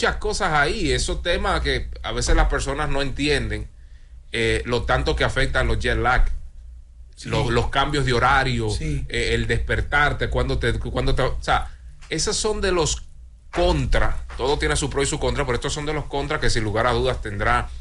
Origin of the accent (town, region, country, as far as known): Dominican Republic